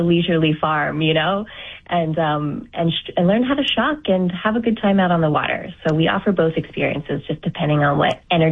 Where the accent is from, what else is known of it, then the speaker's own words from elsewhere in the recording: Maryland, United States; also born or lived in Eastern Shore, Maryland / Washington, D.C. area; now in Maine, United States; I was born on the Eastern Shore in Maryland and just across from the Chesapeake Bay Bridge. And then kind of moved around the Maryland area, around D.C. for most of my childhood.